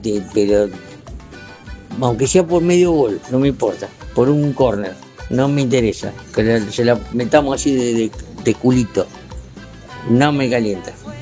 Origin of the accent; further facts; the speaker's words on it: Argentina; somos argentinos y tenemos esa picardía